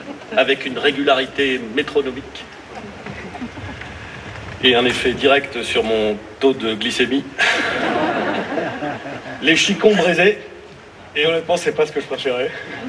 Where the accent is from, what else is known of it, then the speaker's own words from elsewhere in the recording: Hauts-de-France, France; also born or lived in Le Havre; mais aussi parce que moi aussi je suis du Nord. Moitié Havrais, moitié Lillois.